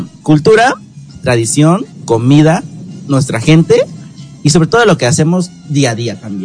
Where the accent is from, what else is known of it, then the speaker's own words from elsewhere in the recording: Costa Chica, Mexico; hablaremos de la música que nos caracteriza a nosotros como costochiquenses.